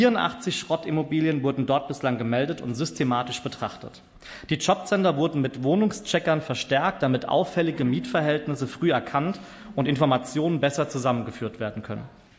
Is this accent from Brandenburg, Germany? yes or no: no; Saarbrücken, Saarland, Germany; Allein meine Heimatstadt, die Landeshauptstadt Saarbrücken, erhält rund 92,3 Millionen Euro.